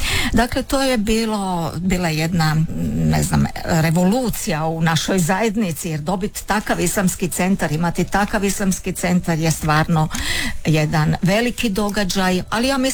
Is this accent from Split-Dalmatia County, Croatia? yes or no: no; Rijeka, Primorje-Gorski Kotar County, Croatia; kada sam rođena u Rijeci i odrastala